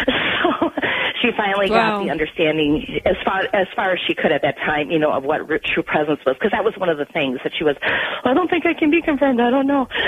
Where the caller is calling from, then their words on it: Wisconsin, United States; Oh, we're right on the lake between Green Bay and Sheboygan, kind of.